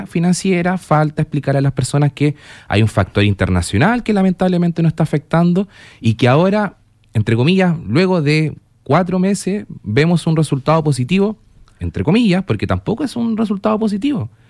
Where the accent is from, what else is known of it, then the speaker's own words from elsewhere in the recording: Chile; nosotros como chilenos